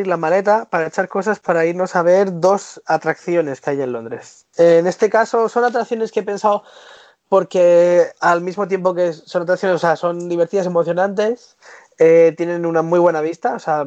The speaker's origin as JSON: {"language": "Spanish", "town": "Murcia", "region": "Region of Murcia", "country": "Spain", "said": "No me sale. Es que yo soy de Murcia."}